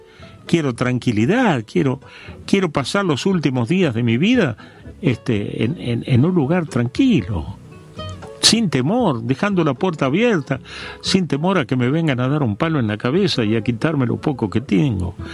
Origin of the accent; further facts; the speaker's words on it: Argentina; born there; now in Buenos Aires, Argentina; los que vivimos acá, en la gran ciudad, pero que hemos nacido en el interior de nuestro país.